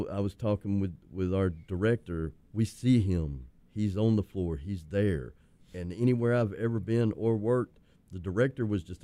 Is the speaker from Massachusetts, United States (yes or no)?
no; North Carolina, United States; now in Arizona, United States; I'm from the Appalachian Mountains of North Carolina